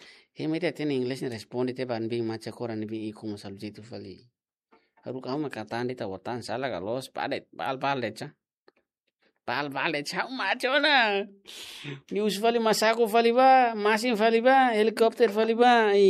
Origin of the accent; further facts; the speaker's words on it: Timor-Leste; English is a second language; I am from Timor Leste.